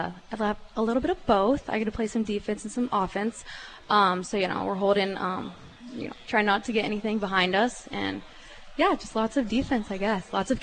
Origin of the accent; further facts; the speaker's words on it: Kansas, United States; I'm from Kansas